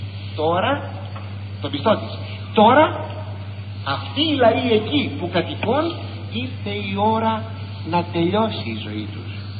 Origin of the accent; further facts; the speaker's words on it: Greece; Ας προσέχουμε, εμείς σαν Έλληνες, ας προσέχουμε.